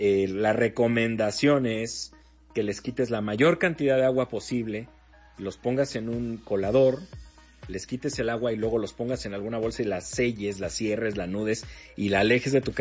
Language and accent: Spanish; northern Mexico, Mexico; somos norteños.